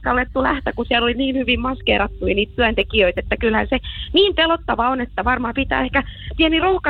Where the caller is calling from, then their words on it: Hamina, Kymenlaakso, Finland; minä olen kotoisin täältä Haminasta